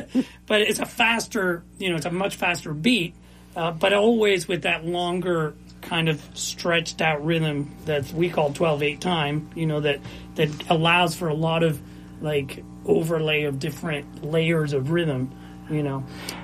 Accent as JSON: {"language": "English", "town": "Mount Vernon", "region": "Ohio", "country": "United States", "tie": "born or raised there", "also_born_or_lived": "Gambier", "said": "Right, because I grew up in Mount Vernon, it turns out. My dad had a job at Canyon College, so that's how I lived in Gambier, I guess, technically."}